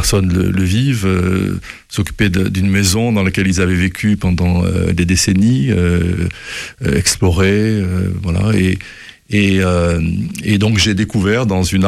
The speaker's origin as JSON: {"language": "French", "town": "Guéret", "region": "Nouvelle-Aquitaine", "country": "France", "tie": "born or raised there", "moved": "yes"}